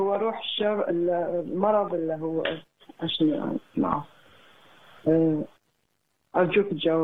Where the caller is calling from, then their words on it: Netherlands; أنا بنت الرب، أنا بنت الرب من هولندا.